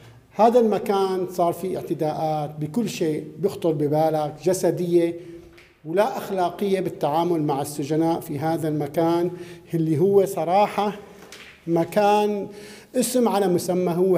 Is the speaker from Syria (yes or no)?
yes; Rif Dimashq, Syria; قلت له انا من الغوطة.